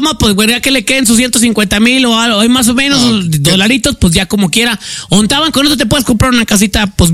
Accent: Mexico; Como mexicano, tomo, te pones a hacer algo, güey, ya como quiera invitas o haces cotorreo, güey.

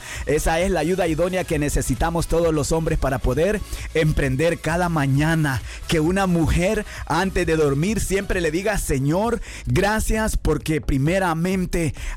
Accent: Honduras; Yo siempre que me acuerdo de Honduras, ¿saben qué es lo que yo me acuerdo, hermanos? Porque soy catracho. Soy catracho y dicen que no hay pueblo más macho que el pueblo catracho.

